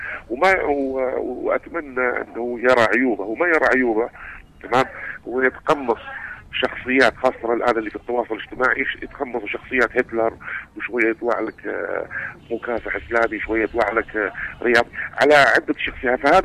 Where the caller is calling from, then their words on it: Yemen; حرب السعودية علينا الآن الشعب اليمني